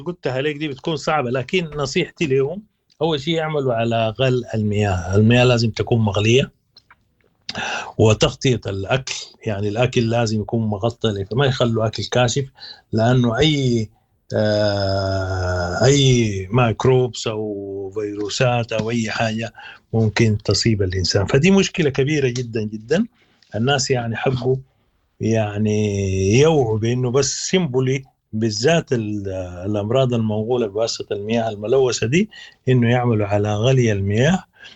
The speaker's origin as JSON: {"language": "Arabic", "country": "Sudan", "said": "كسودانيين"}